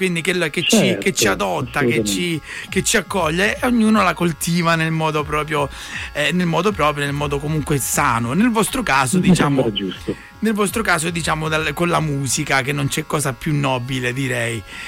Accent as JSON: {"language": "Italian", "town": "Bagnara Calabra", "region": "Calabria", "country": "Italy", "tie": "born or raised there", "also_born_or_lived": "Gioia Tauro"}